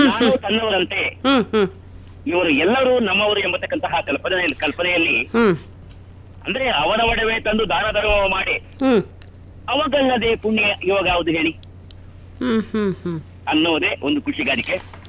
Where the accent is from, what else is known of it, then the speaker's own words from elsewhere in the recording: Kodagu, Karnataka, India; moved away as an adult; ನನ್ನ ಕೊಡಗಿನಲ್ಲಿ ಬರತಕ್ಕಂತ ಆಹಾರ ಎಲ್ಲಿ ಸಿಗಲಾರದು